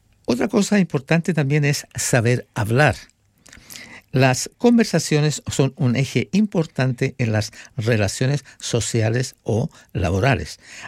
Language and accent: Spanish; Santiago, Santiago Metropolitan Region, Chile; moved away; nosotros los que somos de Santiago, somos santiaguinos.